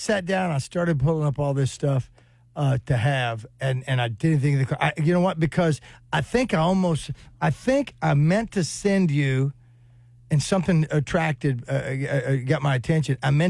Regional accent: Hot Springs, Arkansas, United States; born there; also born or lived in Saline County, Arkansas

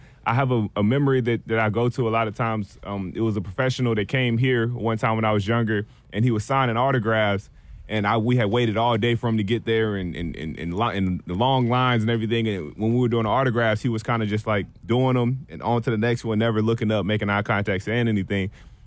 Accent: Little Rock, Arkansas, United States; I grew up in Little Rock around the different people that ended up being in tough situations.

